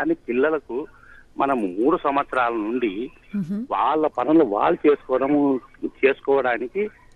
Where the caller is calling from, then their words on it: Kurnool, Andhra Pradesh, India; Madam మాది Kurnool madam.